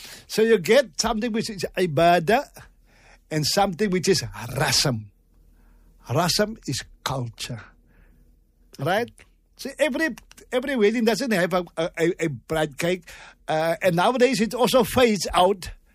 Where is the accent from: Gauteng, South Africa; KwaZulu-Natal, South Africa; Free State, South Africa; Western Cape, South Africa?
Western Cape, South Africa; Cape Town; we come from Cape Town. It is summer in December.